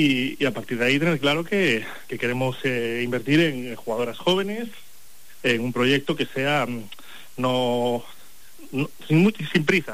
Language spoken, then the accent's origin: Spanish; Vigo, Galicia, Spain; sabes que yo soy de Vigo